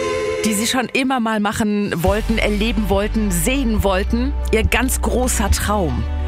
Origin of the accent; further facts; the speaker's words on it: Dülmen, North Rhine-Westphalia, Germany; Günther, Günni, er wohnt in meiner alten Heimat in Dulmen im Münsterland, in Buldern.